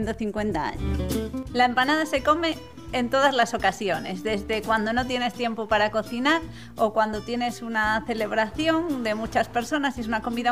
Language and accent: Spanish; Sarria, Galicia, Spain; la quinta generación de la panadería Pallares, que llevamos 150 años en Sarria